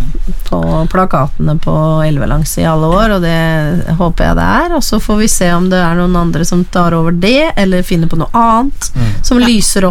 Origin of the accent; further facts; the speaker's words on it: Vestfold, Norway; Jeg kommer jo fra Vestfold og bjørnebær, ja.